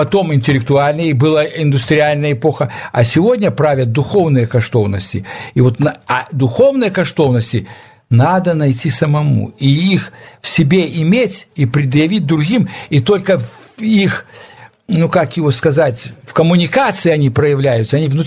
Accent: Vawkavysk, Grodno Region, Belarus; moved away as an adult; now in Moscow, Russia; мы размовляли уже в русской школе по-русски, в Волковыске в городе. А я потом закончил, поехал в Москву

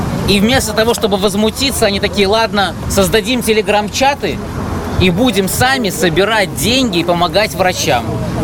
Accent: Belarus; даже для Беларуси, а мы, белорусы, все-таки не избалованные демократией, да

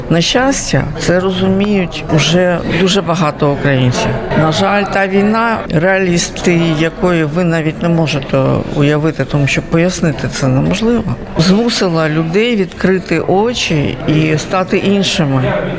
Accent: Kyiv, Ukraine; Тому що, як киянка, я народилася в Києві, і під час у лютому 22-го року ми рахували кілометри, на які до нас не дійшли.

